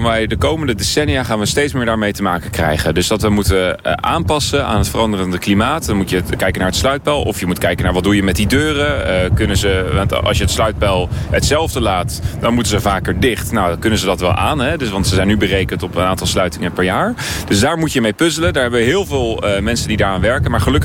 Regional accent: Netherlands

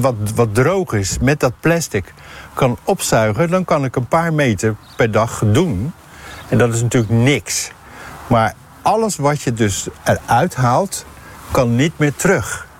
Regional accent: South Holland, Netherlands; Ik ben opgegroeid aan de Nieuwe Waterweg. En toen ik een jaar of 10 was of zo, toen ging ik met mijn buurjongetjes natuurlijk struinen langs de oevers van de Nieuwe Waterweg.

